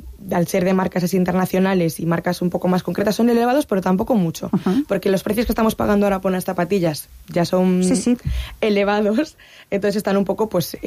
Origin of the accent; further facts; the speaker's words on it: Oleiros, Galicia, Spain; que si soy de Pontevedra me compro las playas de Pontevedra, yo soy de Oleiros, por las playas de Oleiros.